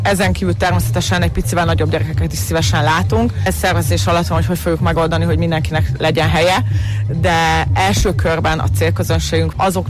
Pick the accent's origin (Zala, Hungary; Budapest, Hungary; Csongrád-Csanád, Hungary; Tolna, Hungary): Tolna, Hungary; Szekszárd; Nem kalocsai származású vagyok, hanem eredetileg szekszárdi.